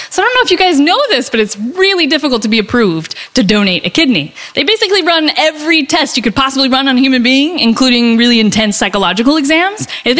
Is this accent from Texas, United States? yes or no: yes; Texas, United States; I'm from the South, right? The storytelling.